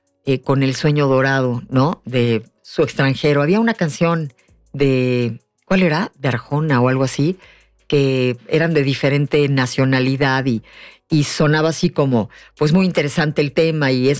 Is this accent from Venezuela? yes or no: no; Mexico; las mexicanas muchas veces creemos